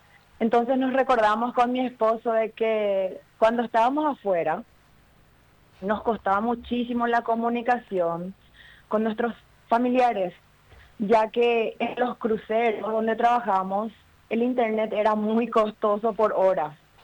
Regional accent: Villarrica, Guairá, Paraguay; Yo soy de Villarrica. Nosotros vivimos en Villarrica.

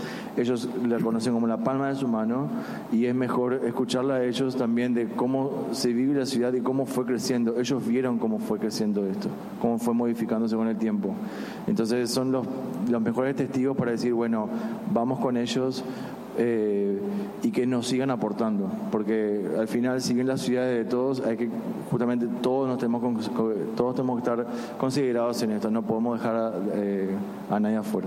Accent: Uruguay; moved away as an adult; Yo como extranjero vivo hace 10 años, yo soy uruguayo y vivo hace 10 años acá

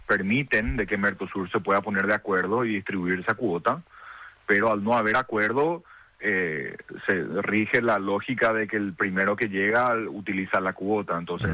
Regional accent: Paraguay

